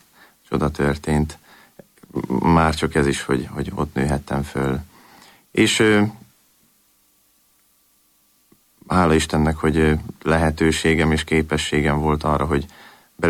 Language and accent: Hungarian; Máriapócs, Szabolcs-Szatmár-Bereg, Hungary; én Mária Pócson nőttem föl.